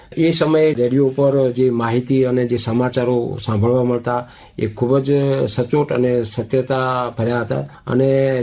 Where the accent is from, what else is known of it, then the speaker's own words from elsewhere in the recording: Der, Gujarat, India; નમસ્કાર, આકાશવાણી અમદાવાદ વડોદરાનું નિયમિત શ્રોતા … મારું ગામ ડેર, તાલુકો જિલ્લો પાટણ.